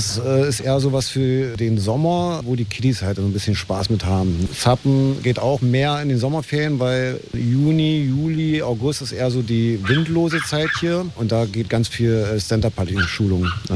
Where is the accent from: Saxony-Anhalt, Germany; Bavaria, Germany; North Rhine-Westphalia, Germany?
Saxony-Anhalt, Germany; Dessau; moved away as an adult; also born or lived in Sri Lanka; now in Poel, Germany; Ich komme aus Sachsen-Anhalt, aus Dessau.